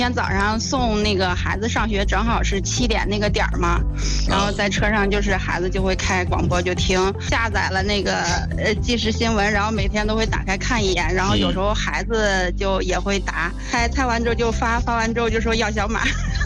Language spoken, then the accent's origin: Chinese; Yanbian, Jilin, China; moved away as an adult; now in Langfang, China; 因为我是东北人，吉林延边。我是嫁到咱们河北这边的。但是老家的话，算起来，其实我父亲老家也是河北这边的。